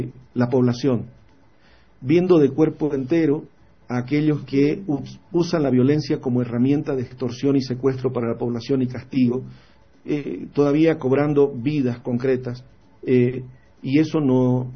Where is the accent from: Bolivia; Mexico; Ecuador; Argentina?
Bolivia; lo afrontamos como bolivianos